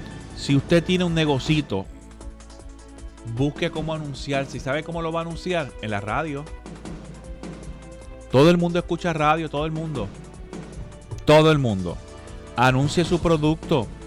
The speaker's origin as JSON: {"language": "Spanish", "town": "Quebradillas", "country": "Puerto Rico", "said": "allá en el oeste, yo vengo de Quebradilla"}